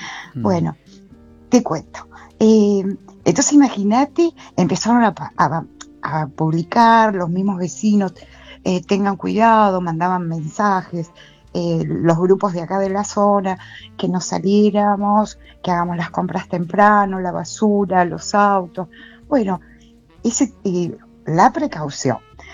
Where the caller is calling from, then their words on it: Sarandí, Buenos Aires Province, Argentina; de Avellaneda, de Sarandí, a pocos metros de todo lo que está pasando.